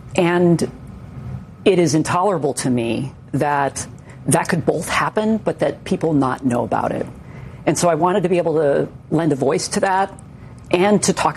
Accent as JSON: {"language": "English", "region": "Hawaii", "country": "United States", "tie": "born or raised there", "said": "Yeah, so as I grew up in Hawaii, my grandfather, who was from an immigrant family, really instilled on this what you know, you could think of as the immigrant creed."}